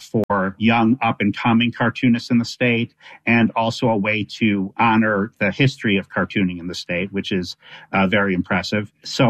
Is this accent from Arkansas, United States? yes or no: no; Milwaukee, Wisconsin, United States; growing up in Milwaukee